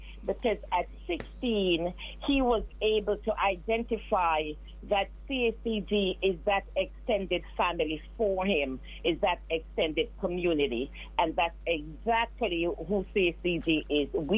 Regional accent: Jamaica; now in St. Lucie County, United States; I grew up in Jamaica, seeing people around serving others.

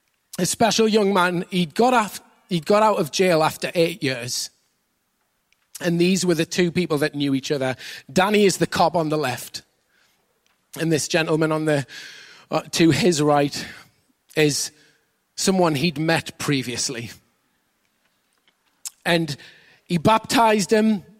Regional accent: United Kingdom; now in Australia; I'm British.

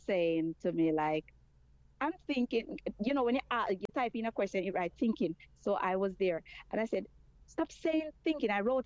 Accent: Jamaica; you know we're Jamaican.

